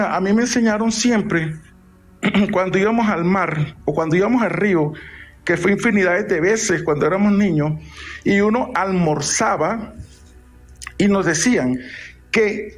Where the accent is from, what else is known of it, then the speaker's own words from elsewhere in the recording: Santa Marta, Magdalena, Colombia; como samario que soy de pura cepa